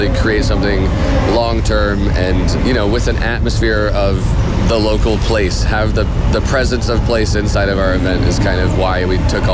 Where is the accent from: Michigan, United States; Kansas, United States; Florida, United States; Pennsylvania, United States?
Kansas, United States; Lawrence; And, you know, I come from Lawrence, Kansas, so it's the same world of, like, college sports and all that.